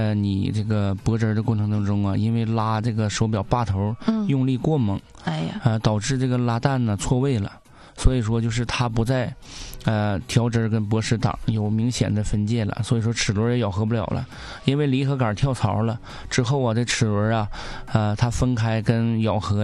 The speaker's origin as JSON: {"language": "Chinese", "region": "Northeast China", "country": "China", "accent": "Northeastern dialect", "said": "咱们东北话讲"}